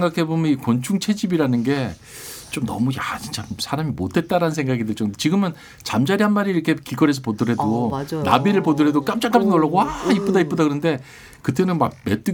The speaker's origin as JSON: {"language": "Korean", "region": "Gyeongsang", "country": "South Korea", "tie": "born there", "also_born_or_lived": "Busan / Pohang"}